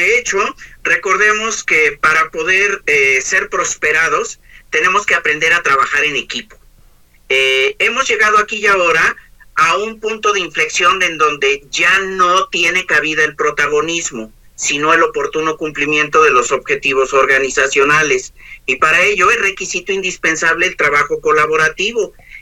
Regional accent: Mexico City, Mexico; moved away; quienes somos originarios de la Ciudad de México

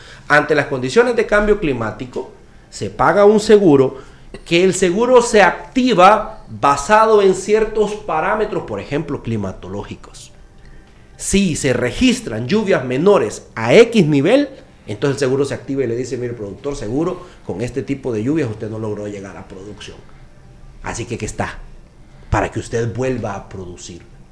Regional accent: Honduras; Nosotros nos tenemos que empapar como sociedad hondureña

